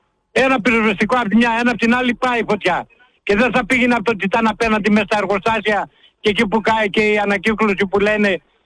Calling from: Reokastro, Central Macedonia, Greece; Από το Ρεόκαστρο είμαι ρε παιδιά

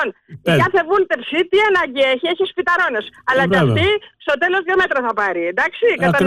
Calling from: Eretria, Central Greece, Greece; από Ερέτρια.

